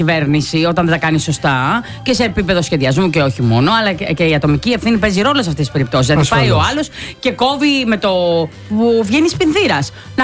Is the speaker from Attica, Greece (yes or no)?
no; Sounio, Eastern Macedonia and Thrace, Greece; Καλό το χωριό μου, το Σούνιο Ξάνθης, ναι.